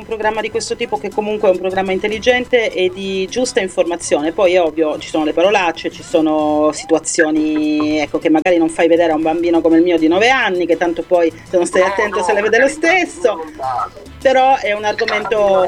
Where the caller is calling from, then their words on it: Turin, Piedmont, Italy; anch'io sono di Torino